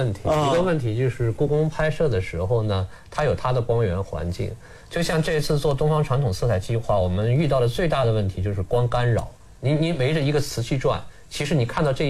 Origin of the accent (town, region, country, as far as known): China